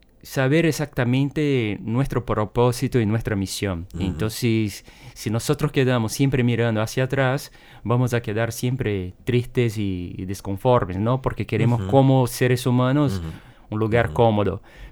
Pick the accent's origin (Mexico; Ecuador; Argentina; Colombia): Argentina; moved away as an adult; Cuando vinimos como familia argentina